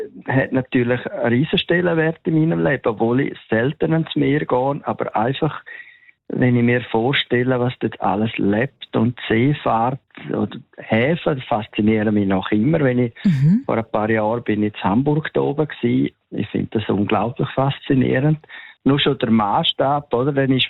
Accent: Vättis, St. Gallen, Switzerland; ich bin in der Minz aufgewachsen und Bürger von Fettis, und dann ist das Drachenloch in der Nähe

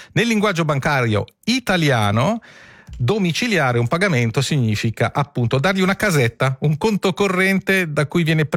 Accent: Switzerland; gli devi dire scusi, non sono stupido, sono svizzero.

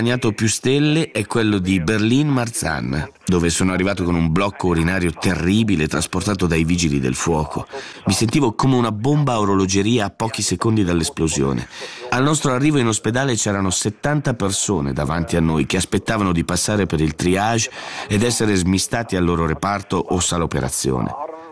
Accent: Switzerland; no, no, sono svizzero, e a fare lo spelling del mio nome.

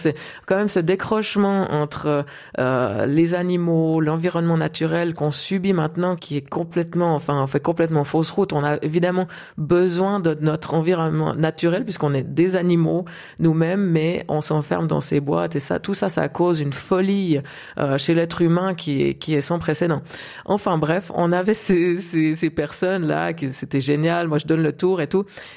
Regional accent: Switzerland; en tant que Suisse.

